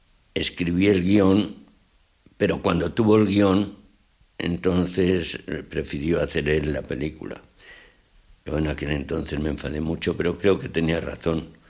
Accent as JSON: {"language": "Spanish", "region": "Asturias", "country": "Spain", "lives_now": "Madrid, Spain", "said": "Bueno, ahora me encuentro en Madrid, como estás viendo, pero vengo de Asturias y me gustaría volver a rodar allí."}